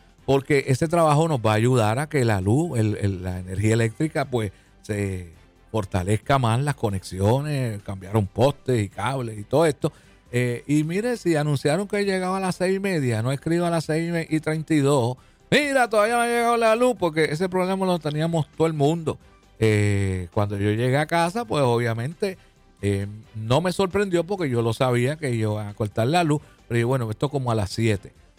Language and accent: Spanish; Puerto Rico; nos criamos juntos en un sentido, ¿verdad? Somos de Mamella.